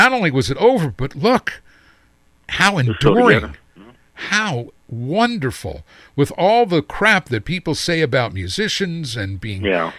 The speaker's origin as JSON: {"language": "English", "town": "New York City", "region": "New York", "country": "United States", "said": "He was from Brooklyn. I was from the Bronx."}